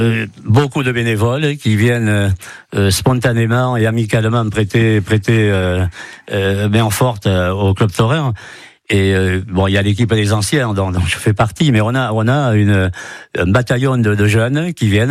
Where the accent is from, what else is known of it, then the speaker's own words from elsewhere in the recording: Nouvelle-Aquitaine, France; born there; j'ai fait comme beaucoup d'ados en Chalosse, de temps en temps on descend dans l'arène pour les fêtes patronales.